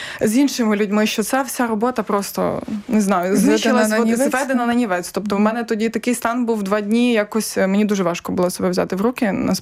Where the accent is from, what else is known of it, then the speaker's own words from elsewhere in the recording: Lutsk, Volyn Oblast, Ukraine; тому що я з Луцька, я село Руда, звідки моя бабуся, воно було під Польщею